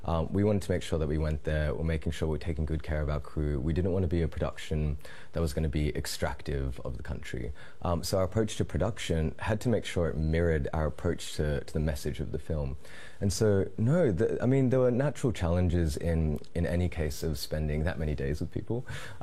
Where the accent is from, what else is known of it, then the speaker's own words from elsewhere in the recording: Australia; as someone who's mixed race, because that's the thing that goes on internally for me, trying to mix the ways that I'm Australian and Filipino